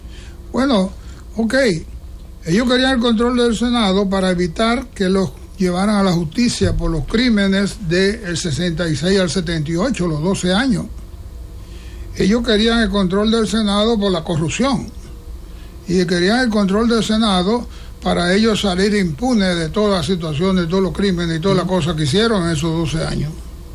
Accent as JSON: {"language": "Spanish", "region": "Hato Mayor", "country": "Dominican Republic", "said": "En la provincia de Alto Mayor, ahí fue porque yo, la provincia, mi pueblo, Alto Mayor, me dio un respaldo tremendo"}